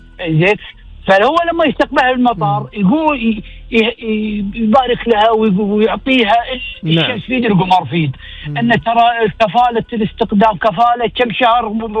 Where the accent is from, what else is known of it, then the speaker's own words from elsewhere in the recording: Kuwait; إحنا كويتيين نعتبر عائلة واحدة